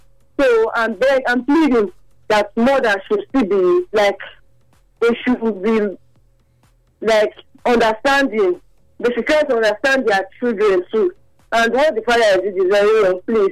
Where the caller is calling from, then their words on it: Agbor, Delta, Nigeria; calling from Agbor.